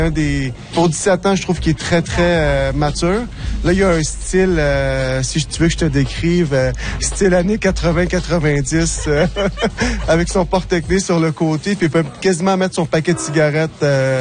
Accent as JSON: {"language": "French", "town": "Montreal", "region": "Quebec", "country": "Canada", "tie": "born or raised there", "said": "Ouais, mais dans Verdun, j'ai grandi dans Verdun. Je connais les difficultés que les Verdunois ou que les jeunes y ont eues."}